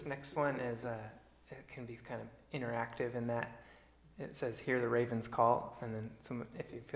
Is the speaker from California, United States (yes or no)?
no; Washington, United States; I'm from Snohomish area